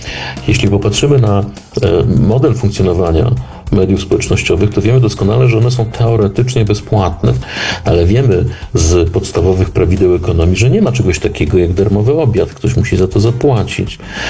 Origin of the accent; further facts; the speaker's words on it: southern Poland, Poland; ja się wychowywałem na południu Polski